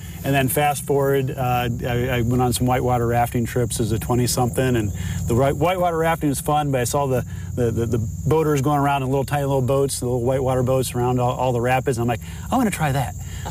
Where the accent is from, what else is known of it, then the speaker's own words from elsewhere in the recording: Findlay, Ohio, United States; I grew up in Findlay, Ohio. My family had a cottage on Lake Erie when I was, you know, extremely young.